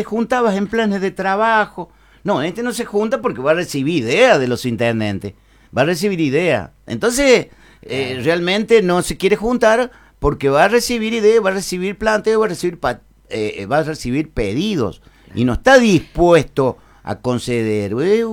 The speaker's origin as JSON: {"language": "Spanish", "region": "San Luis", "country": "Argentina", "said": "Pero somos, claro, de San Luis."}